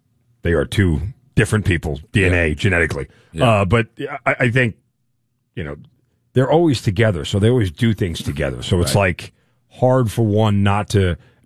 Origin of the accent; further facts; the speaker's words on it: New York, United States; I'm an Italian guy from New York.